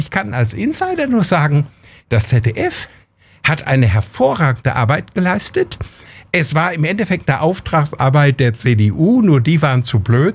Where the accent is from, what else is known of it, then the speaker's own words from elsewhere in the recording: Bünde, North Rhine-Westphalia, Germany; die am 8. Oktober in meine Heimat nach Bünde kommen, in die Stadthalle